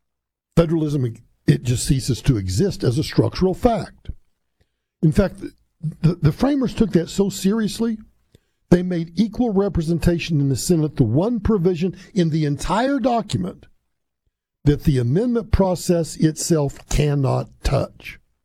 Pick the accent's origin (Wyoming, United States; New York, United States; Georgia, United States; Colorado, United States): Colorado, United States; Let me bring it home to my home state of Colorado.